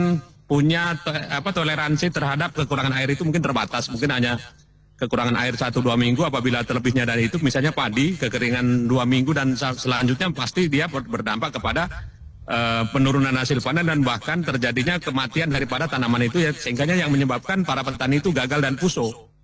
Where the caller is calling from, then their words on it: Gorontalo, Indonesia; Di daerah saya, di daerah Bolihuto